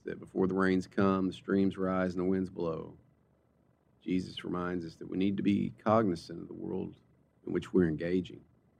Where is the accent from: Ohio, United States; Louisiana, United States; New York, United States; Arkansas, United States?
Arkansas, United States; I'm from Arkansas.